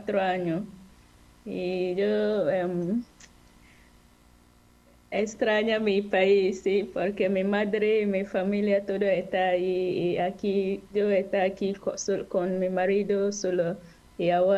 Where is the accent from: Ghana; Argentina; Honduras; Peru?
Ghana; Spanish is a second language; moved away as an adult; now in Spain; Yo nací en Ghana